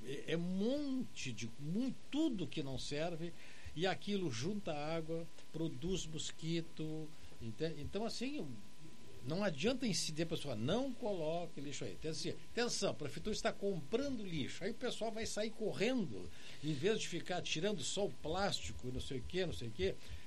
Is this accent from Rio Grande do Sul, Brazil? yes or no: yes; Hulha Negra, Rio Grande do Sul, Brazil; now in Pelotas, Brazil; Eu sou lá da Olha Negra, do Bagé, lá, a água é uma coisa sagrada.